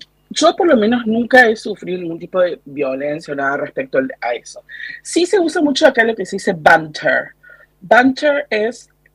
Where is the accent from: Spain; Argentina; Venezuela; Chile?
Argentina; Córdoba; moved away; sí es una comunidad chica y argentinos somos, debemos ser unos, no más de no, debemos ser unos 6, 7 y somos 2 cordobesas, mi amiga y yo, y nada más